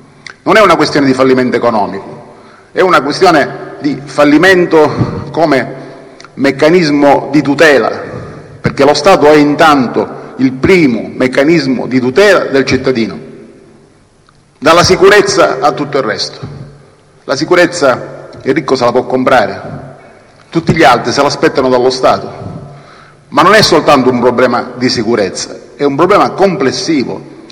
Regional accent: Catania, Sicily, Italy; io sono di Catania

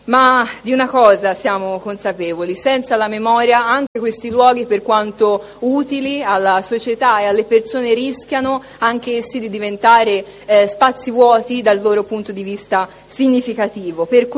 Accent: Tuscany, Italy; io sono toscana

